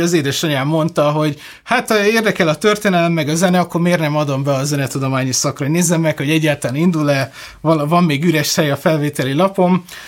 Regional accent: Pécs, Baranya, Hungary; moved away; én Pécsről jövök, ott jártam az ottani zeneiskolába, illetve még a középiskolát, Konzit, illetve a gimnáziumot is ott végeztem.

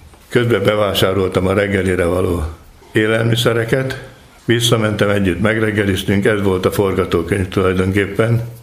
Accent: Gelénes, Szabolcs-Szatmár-Bereg, Hungary; born there; moved away; Gelénesen van a szülői házam, én örököltem meg

